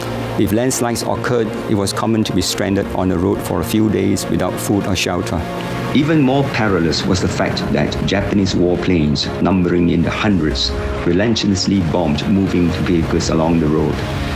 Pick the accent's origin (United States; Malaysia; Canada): Malaysia; Ipoh, Perak; Dara Singh was born in Taiping, near my hometown Ipoh in Malaysia.